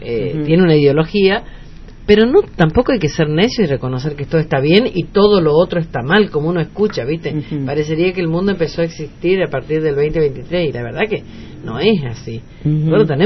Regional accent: General Pinedo, Chaco, Argentina; yo soy de General Pinedo.

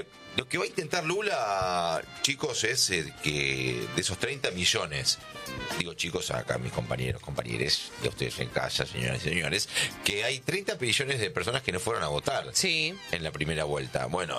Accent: Buenos Aires, Argentina; Yo me crié en Devoto, pero iba al colegio en Palermo.

